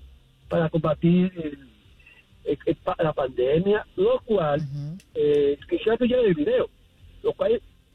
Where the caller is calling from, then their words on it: Queens, New York, United States; Queens, New York.